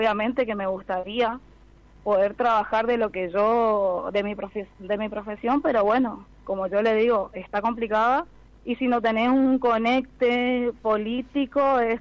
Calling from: Puerto Tirol, Chaco, Argentina; Yo soy de Puerto Tirol, barrio Los Aromos.

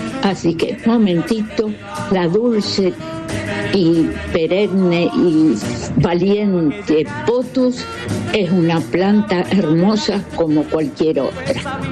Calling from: Buenos Aires, Argentina; soy de Palermo

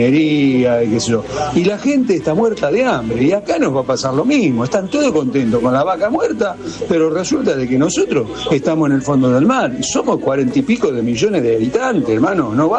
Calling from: Monte Grande, Buenos Aires Province, Argentina; de Monte Grande.

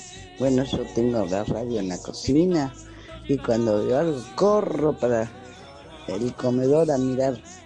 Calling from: Buenos Aires, Argentina; de Montecastro

